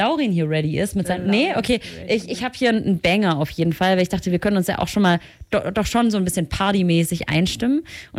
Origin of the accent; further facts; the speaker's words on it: Laupheim, Baden-Württemberg, Germany; Ich komme aus Laupheim, das ist ja nicht weit von hier.